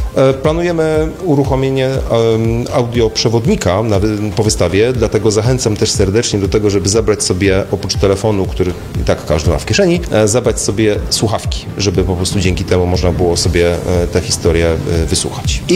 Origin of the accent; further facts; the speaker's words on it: Poznań, Greater Poland Voivodeship, Poland; jako poznaniacy